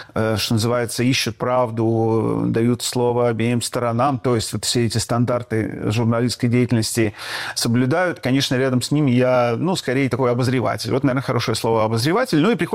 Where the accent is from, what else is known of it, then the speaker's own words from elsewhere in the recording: Odesa, Odesa Oblast, Ukraine; born there; в городе Одессе. Угу. И, в принципе, ну, скажем так, внутренне никуда оттуда не уезжал.